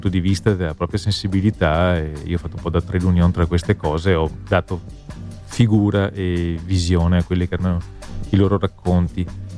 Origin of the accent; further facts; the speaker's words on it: Veneto, Italy; born there; Noi che siamo nati nell'Alto Vicentino abbiamo le montagne a nord